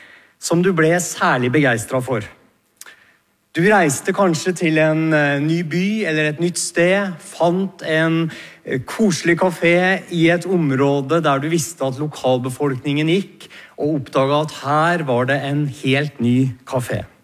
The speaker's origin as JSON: {"language": "Norwegian", "town": "Gjøvik", "region": "Innlandet", "country": "Norway", "tie": "born or raised there", "said": "Da jeg vokste opp på Gjøvik, så handlet vi alltid på Nedre Bredli. Det var vår butikk. Det er bare et par hundre meter ned i gata fra der jeg bodde."}